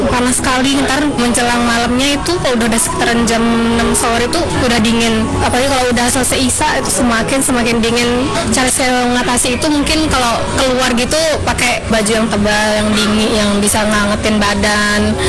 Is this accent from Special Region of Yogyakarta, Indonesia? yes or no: no; Gunung Sari, West Nusa Tenggara, Indonesia; Tempat saya Kekeri Gunung Sari. Tanggapan saya tentang cuaca hari ini yang di daerah saya di Lombok ya